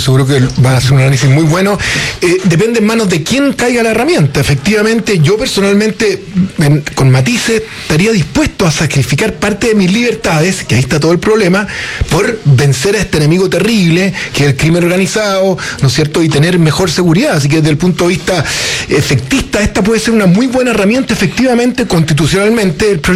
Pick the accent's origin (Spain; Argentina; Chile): Chile; Que yo estoy dispuesto a sacrificar parte de mis libertades por tener un país más seguro, como muchos chilenos seguramente hoy día.